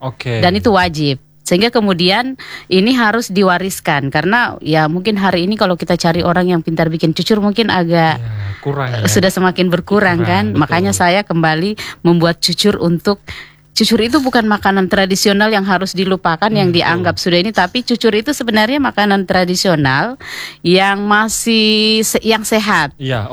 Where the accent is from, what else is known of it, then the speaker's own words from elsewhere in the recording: Southeast Sulawesi, Indonesia; cucur itu sebenarnya bagian dari identitas kita sebagai orang Muna, entah orang Buton